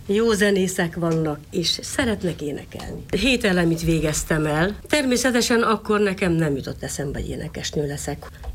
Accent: Mureș County, Romania; also born or lived in Vulcan; Marosvásárhelyi szobáta között folyik a nyárád. Ott nőttem fel. Én Vulkánban születtem, a Zsilvölgyében, Temes megye. Én ott pottyantam a világra, de 5 éves koromban elhoztak onnan

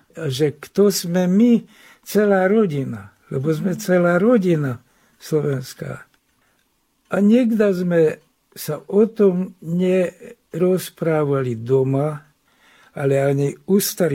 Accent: Szarvas, Békés, Hungary; Tak som jej to povedal, že som Sarvašan.

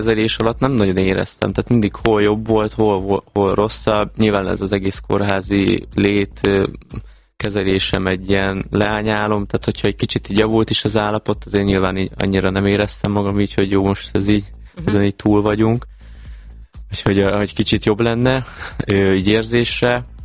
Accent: Nagyvátyon, Baranya, Hungary; ugye a apukám maradt otthon a bátyámmal, ugye Pécs mellett, Nagyvátyon, ugye a szülőfalumba

